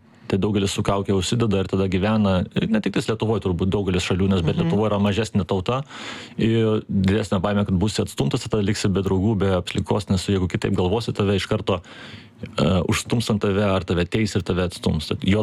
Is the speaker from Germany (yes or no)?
yes; Germany; aš Vokietijoje augau, tai aš kitoje sistemoje augau, bet ir krepšinį kitoje sistemoje augau